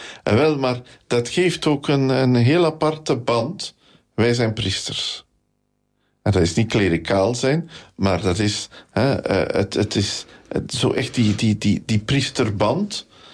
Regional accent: Nederasselt, Gelderland, Netherlands; moved away; ik ga nooit weg uit Nederasselt. Nu voor een stuk, ja, blijf ik een echte man van Nederasselt ook, hoor, hè, als priester. Ligt mijn hart daar nog altijd, hè, in mijn geboortedorp.

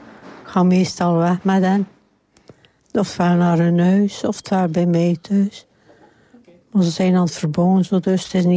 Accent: Oudenburg, West Flanders, Belgium; Ja, ik ben van Oudenburg.

